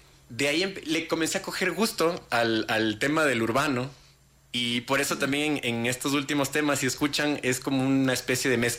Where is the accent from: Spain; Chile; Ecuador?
Ecuador; Siendo ecuatoriano, ¿cómo así en inglés?